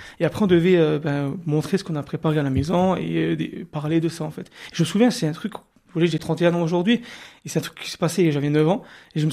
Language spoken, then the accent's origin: French; Sarreguemines, Grand Est, France; Je suis né là-bas, j'ai grandi là-bas. Moi, j'habite à Styrin maintenant, depuis trois ans. Mais je suis originaire de Sarreguemines, je connais toute la région de là-bas.